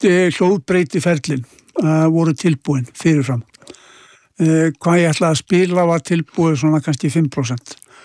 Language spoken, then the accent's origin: Icelandic; Kópavogur, Capital Region, Iceland; Já, en ég óls líka upp í Kópavogi og, og mér fannst það alveg mjög gott líka.